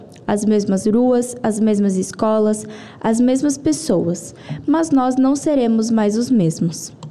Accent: Ceará, Brazil; Eu vim de Ceará, em Santa Catarina, trazendo comigo não apenas o meu estado

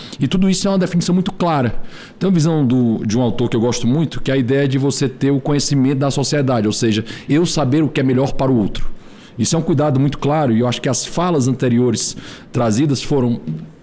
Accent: Ceará, Brazil; Eu sou cearense

